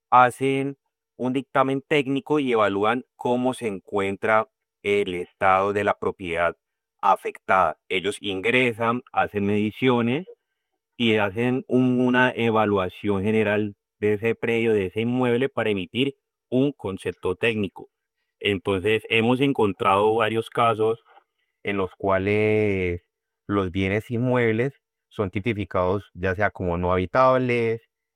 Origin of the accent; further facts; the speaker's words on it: Cali, Valle del Cauca, Colombia; Muchos de los caleños en estos momentos estamos afectados por esta situación